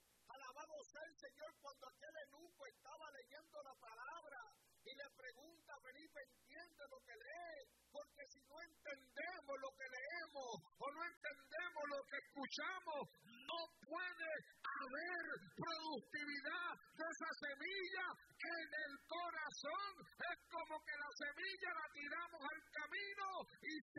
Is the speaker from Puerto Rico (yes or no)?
yes; Puerto Rico; moved away; ¿Sabía usted, amados hermanos, aleluya, que cuando yo vine de Puerto Rico yo no hablaba como hablo ahora? Que como todo buen puertorriqueño, la L y la R la confundía.